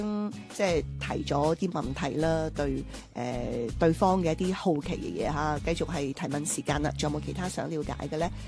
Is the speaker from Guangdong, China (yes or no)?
yes; Guangdong, China; accent: Guangdong accent; 我就作为广东人，我自己讲普通话都觉得是有这个广东口音的。